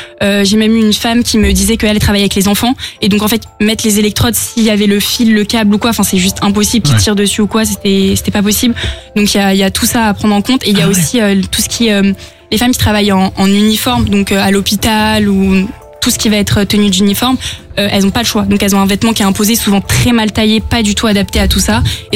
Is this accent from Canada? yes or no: no; Île-de-France, France; Ouais, je viens d'Île-de-France du 91.